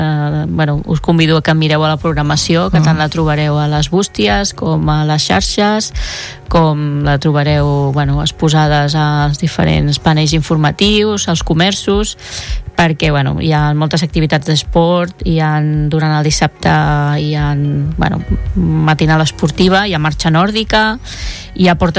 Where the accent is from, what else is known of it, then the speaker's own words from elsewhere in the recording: Vilafant, Catalonia, Spain; és tradició ja al nostre poble, no?